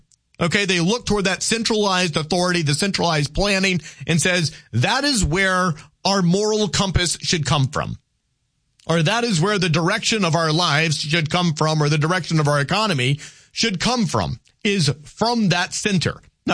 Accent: Louisiana, United States; I am a Cajun, okay? I mean, the heat here doesn't really compare.

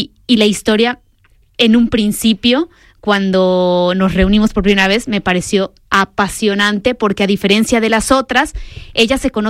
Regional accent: Mérida, Yucatán, Mexico; yo tuve dos presentaciones de libro, una en mi ciudad natal, en Mérida, Yucatán

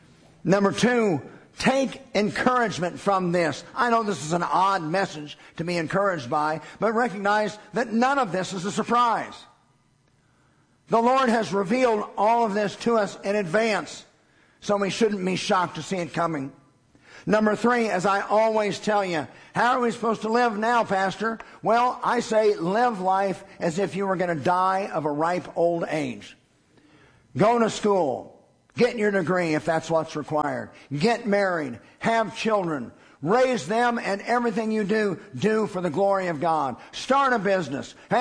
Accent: United States; as an American and as a patriot

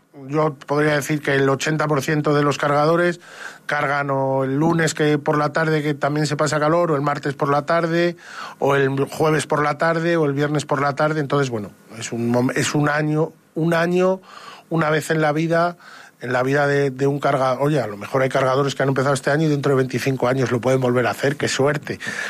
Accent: Zamora, Castile and León, Spain; somos de Zamora

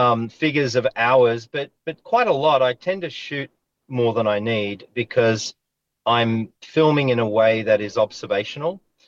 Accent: Australia; as an Australian.

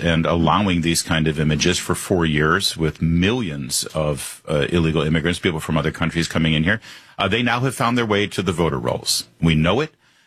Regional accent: United Kingdom; there's nothing wrong with me as a Brit saying that I believe our culture and what we value is superior

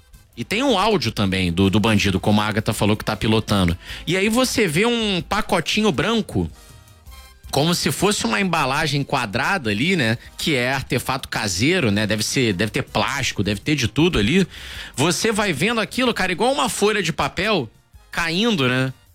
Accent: Rio de Janeiro, Brazil; Eu cubro segurança pública aqui no Rio de Janeiro há mais de 10 anos e enquanto cidadão fluminense, nascido e criado na Zona Norte

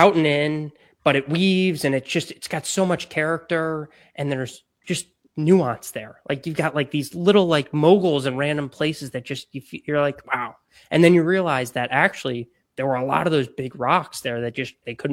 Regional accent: Florida, United States; I grew up golfing in Florida and in the South

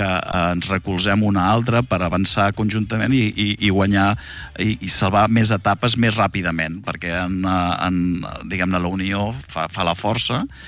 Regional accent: Cambrils, Catalonia, Spain; Jo sóc de Cambrils.

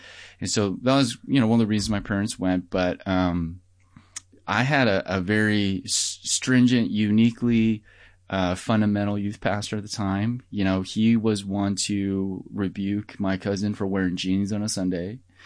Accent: Denver, Colorado, United States; Well, you know, born and raised in Denver, Colorado.

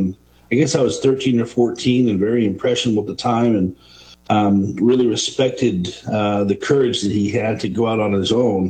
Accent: Seattle, Washington, United States; I grew up in the Seattle area

